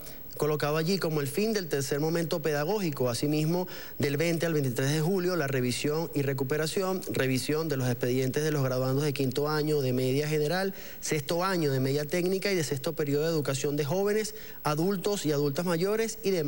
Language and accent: Spanish; Venezuela; nos caracteriza como pueblo venezolano